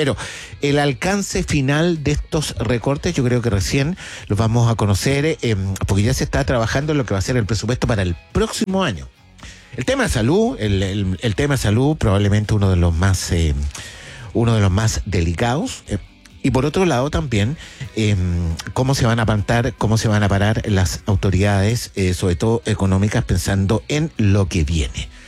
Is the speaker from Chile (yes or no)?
yes; Chile; ¿Somos racistas los chilenos, no?